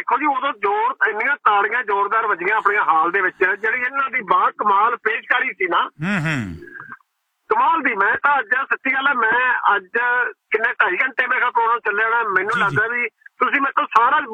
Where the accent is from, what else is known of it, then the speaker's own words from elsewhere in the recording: Jaitu, Punjab, India; moved away; ਕਿਉਂਕਿ ਮੈਂ ਜੈਤੋ ਮੰਡੀ ਤੋਂ ਆਇਆ